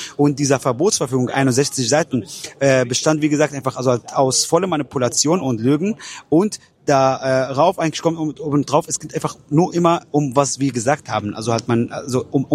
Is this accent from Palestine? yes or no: yes; Palestine